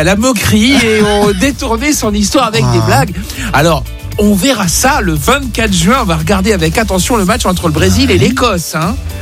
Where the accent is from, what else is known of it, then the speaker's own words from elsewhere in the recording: France; chez nous en France